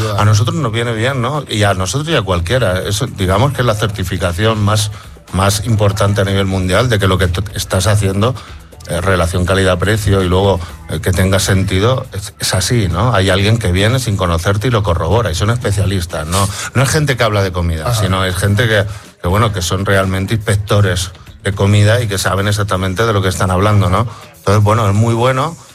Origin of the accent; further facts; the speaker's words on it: Spain; Aunque a mí Repsol también me gusta, evidentemente somos españoles